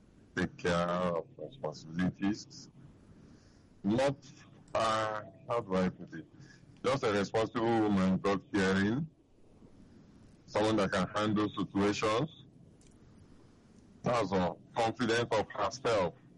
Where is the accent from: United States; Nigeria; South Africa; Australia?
Nigeria; Idemili South, Anambra; I'm from Anambra.